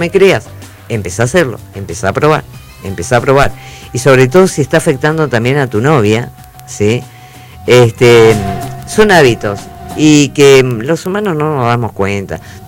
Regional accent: Argentina; somos nosotros los argentinos, todos juntos

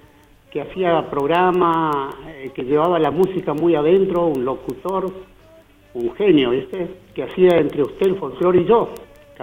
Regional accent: Alto Río Senguer, Chubut, Argentina; yo soy de Río Senger

